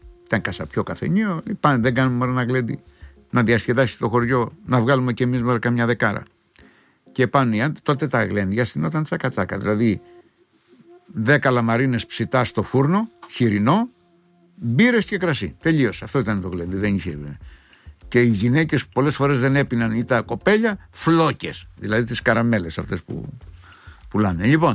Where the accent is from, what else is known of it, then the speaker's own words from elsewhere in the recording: Agios Konstantinos, Greece; moved away; Άγιος Κωνσταντίνος λέγεται το χωριό μου επάνω.